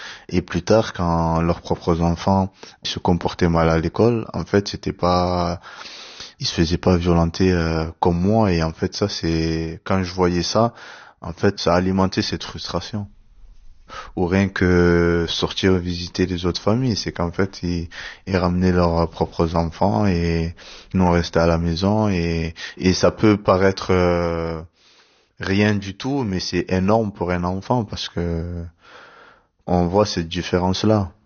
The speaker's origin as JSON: {"language": "French", "town": "Marseille", "region": "Provence-Alpes-Côte d'Azur", "country": "France", "tie": "born there", "also_born_or_lived": "Comoros", "said": "J'ai 30 ans, j'ai grandi dans les quartiers nord à Marseille, à la cité La Busserine."}